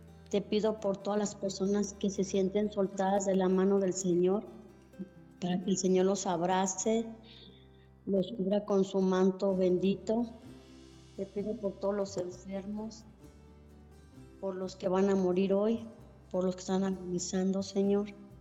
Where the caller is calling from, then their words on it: Ocotlán, Jalisco, Mexico; hablo de Ocotlán, Jalisco.